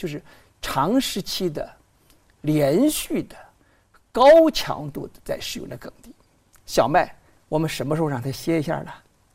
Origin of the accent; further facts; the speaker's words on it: Wen County, Henan, China; 比如我们老家河南温县叫铁棍山药